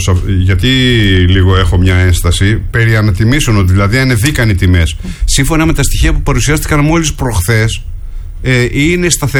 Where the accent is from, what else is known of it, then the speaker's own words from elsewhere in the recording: Filiates, Epirus, Greece; από τη φωτιά στην ιδιαίτερη πατρίδα μου, τον Παλαμπά Φιλιατών Θεσπρωτείας, αν το λέω σωστά.